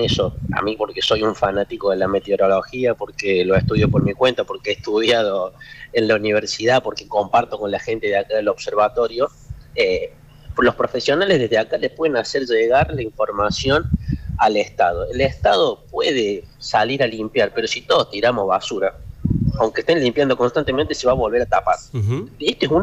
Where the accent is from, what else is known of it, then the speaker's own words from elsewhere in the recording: Córdoba, Argentina; todos los que somos de Córdoba estamos acostumbrados a tormentas fuertes.